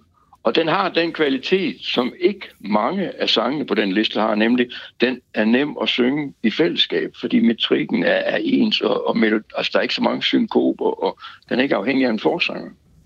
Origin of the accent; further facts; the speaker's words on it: Aalborg, North Denmark Region, Denmark; now in Silkeborg, Denmark; jeg er jo aalborgenser, selvom jeg har boet 50 år i Silkeborg. Men altså, jeg er vokset op i Aalborg.